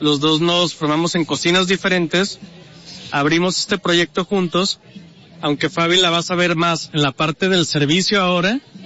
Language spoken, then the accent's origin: Spanish; Guadalajara, Jalisco, Mexico; moved away as an adult; now in Baja California, Mexico; los dos somos de Guadalajara. Con ya casi 15 años viviendo en Baja California